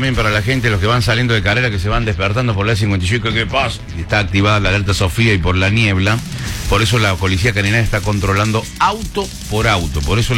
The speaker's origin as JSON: {"language": "Spanish", "region": "Córdoba", "country": "Argentina", "said": "soy de Córdoba, no soy de Belgrano."}